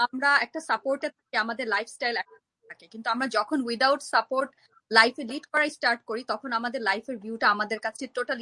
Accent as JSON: {"language": "Bangla", "country": "Bangladesh", "said": "এক হচ্ছে যে আমরা বাংলাদেশি, হ্যাঁ, so we came from like you know একটা ভ্যালুস থেকে, হ্যাঁ, একটা কালচার থেকে।"}